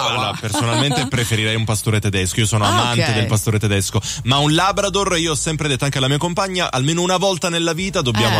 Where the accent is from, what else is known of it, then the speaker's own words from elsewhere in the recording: Palermo, Sicily, Italy; moved away; nella mia terra, nella mia città.